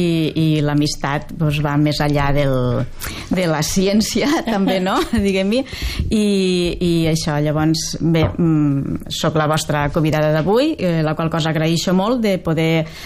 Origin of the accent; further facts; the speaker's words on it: Vinaròs, Valencian Community, Spain; born there; Jo vaig néixer a Vinaròs i me van batejar a Vinaròs. O sigui que hi tinc molta família a Vinaròs.